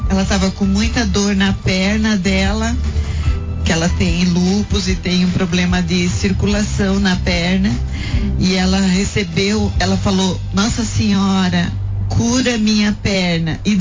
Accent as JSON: {"language": "Portuguese", "town": "Joinville", "region": "Santa Catarina", "country": "Brazil", "said": "eu vim de Santa Catarina, de Joinville, com a minha família."}